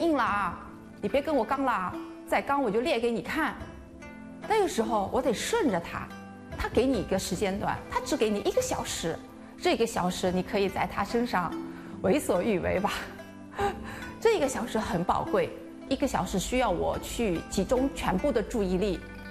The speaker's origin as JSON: {"language": "Chinese", "town": "Yixing", "region": "Jiangsu", "country": "China", "tie": "born or raised there", "said": "土生土长的宜兴丁蜀镇人。"}